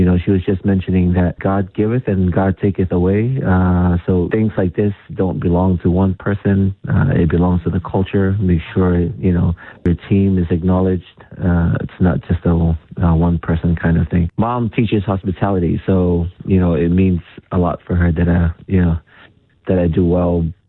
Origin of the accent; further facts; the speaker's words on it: Samoa; The umu in Samoa is pretty much where we grew up in Umukuka.